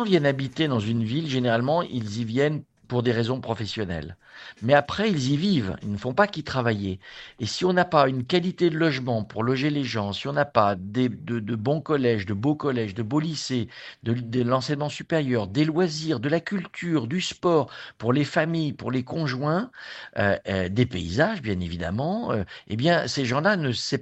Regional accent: Roanne, Auvergne-Rhône-Alpes, France; je suis né à Roanne et je n'ai pas supporté de voir ma ville décliner, perdre des habitants, s'enfoncer dans le marasme.

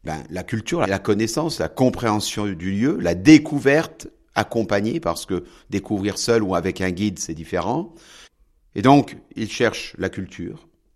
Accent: Carcassonne, Occitanie, France; moved away; Tout d'abord, je suis né à Carcassonne. Mon parrain de baptême vivait dans la cité médiévale de Carcassonne, donc j'ai grandi et j'ai souvent joué sur les remparts de la cité.

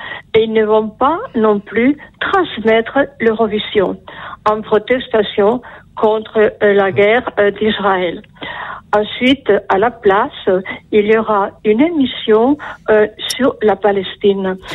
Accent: Spain; French is a second language; Bien sûr, oui. Je suis espagnole, tout à fait, castillane.

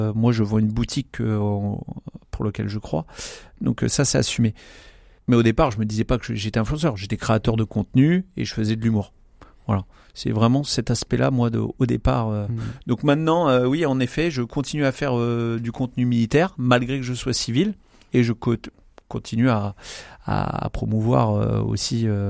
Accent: Le Mans, Pays de la Loire, France; born or raised there

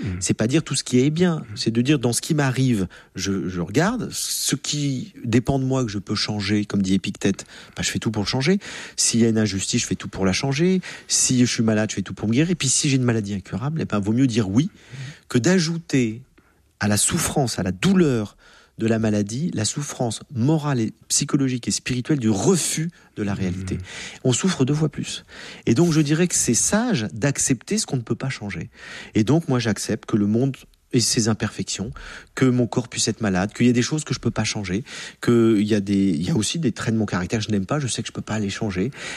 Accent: France; Surtout en plus qu'en France, qu'on est français, on se plaint doublement.

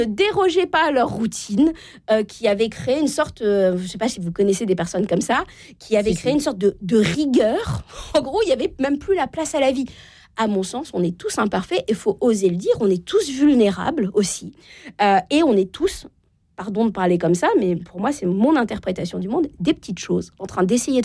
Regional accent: Normandy, France; je viens de Normandie, je peux me permettre de citer

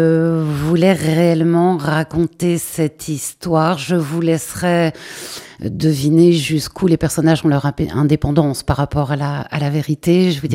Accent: Saint-Vaast, Wallonia, Belgium; Et oui, je suis de Saint-Va, juste à côté de la Louvière.

